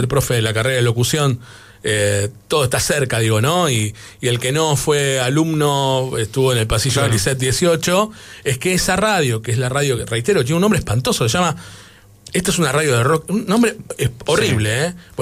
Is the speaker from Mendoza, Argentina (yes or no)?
no; Granadero Baigorria, Santa Fe, Argentina; Yo vengo de Baigorria, ustedes saben que yo soy más baigorriense que los bizcochitos 9 de oro.